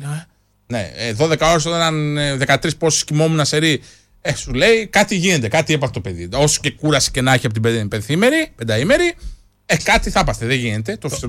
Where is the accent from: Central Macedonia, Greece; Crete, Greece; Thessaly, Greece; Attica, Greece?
Central Macedonia, Greece; Thessaloniki; κοροϊδεύουμε που είμαστε από τη Θεσσαλονίκη